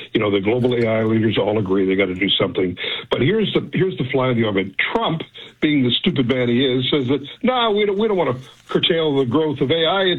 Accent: Australia; now in Canada; I mean, I'm an Australian citizen as well as a Canadian, so I worked in that wonderful country of mine for 18 years

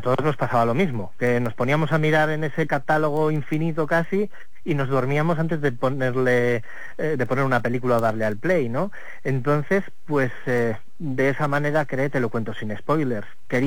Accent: El Bierzo, Castile and León, Spain; moved away as an adult; now in Valladolid, Spain; allí en El Bierzo, de donde soy, hasta que llegué a Valladolid y con 20 años hice prácticas en la SER y aquí me he quedado

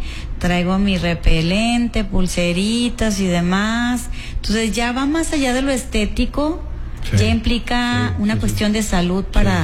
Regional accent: Piedras Negras, Coahuila, Mexico; Sí, claro, aquí en mi ciudad, donde yo nací, que me vio crecer

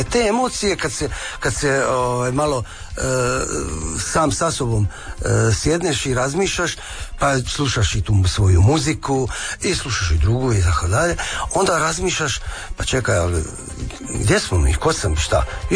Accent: Slavonia, Croatia; also born or lived in Sarajevo; evo mene u mojoj ravnici, ja sam ravničan, ja sam Slavonac

